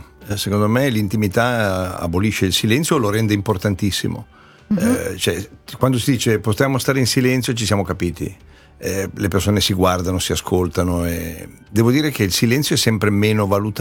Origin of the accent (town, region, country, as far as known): Milan, Lombardy, Italy